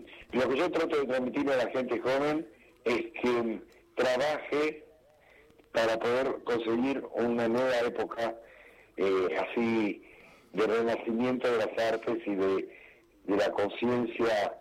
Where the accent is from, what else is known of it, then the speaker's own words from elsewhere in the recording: Caballito, Buenos Aires, Argentina; also born or lived in Villa Crespo; ya del barrio de Caballito, que era el barrio donde yo vivía en mi adolescencia.